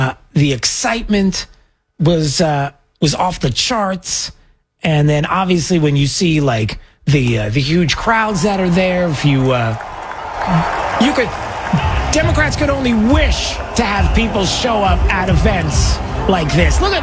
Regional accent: United States; hey, I'm from America.

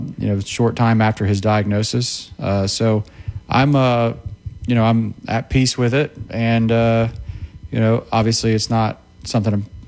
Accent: Jacksonville, Florida, United States; Growing up in Jacksonville. Growing up in Jacksonville. They were everywhere

